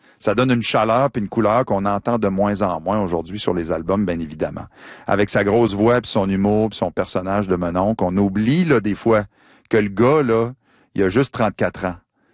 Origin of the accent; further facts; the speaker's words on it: New Brunswick, Canada; C'est une activité qu'on fait chez nous au Nouveau-Brunswick, en tout cas en Acadie